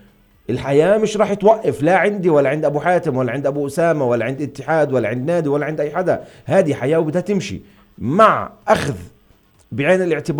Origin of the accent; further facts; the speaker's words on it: Palestine; إحنا إلنا الفخر إنه ندفع ضريبة لأنه إحنا أولاد فلسطين.